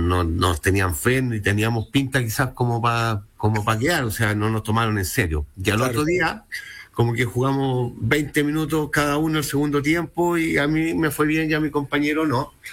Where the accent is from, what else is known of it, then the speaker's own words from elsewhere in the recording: Santiago, Santiago Metropolitan Region, Chile; also born or lived in Coronel; Como bien dices tú, yo nací en Coronel. Ya a los 11 años mi papá, mi familia, se cambiaron acá a Santiago.